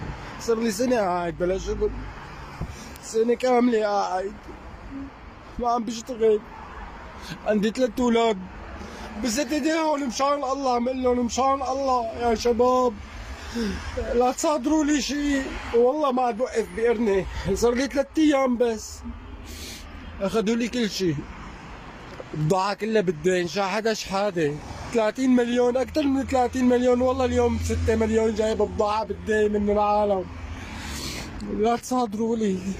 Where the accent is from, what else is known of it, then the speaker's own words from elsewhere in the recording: Egypt; هي هويتي. هي جوازي. انا مواطن مصري. قلت له انا مصري يا ابن الحلال مالي حدا.